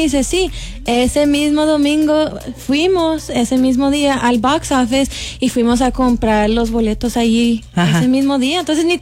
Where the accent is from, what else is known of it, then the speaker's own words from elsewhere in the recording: California, United States; now in El Paso, United States; pues yo soy de California. Entonces, ajá, dije, ¡California! Nunca se me olvidó que soy de aquí.